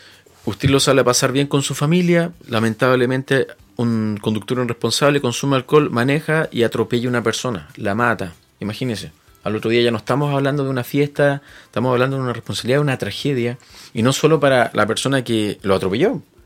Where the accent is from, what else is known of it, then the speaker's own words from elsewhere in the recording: Chile; para nosotros como todo chileno